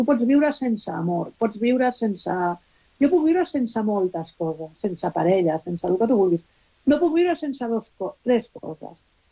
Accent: Barcelona, Catalonia, Spain; Jo soc del Poble Nou, tota la meva família és del Poble Nou.

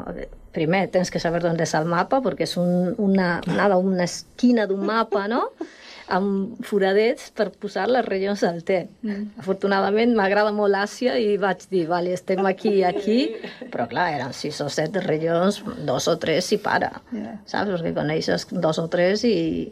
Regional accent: Galicia, Spain; Catalan is a second language; moved away as an adult; now in Catalonia, Spain; Començaré dient que sóc gallega

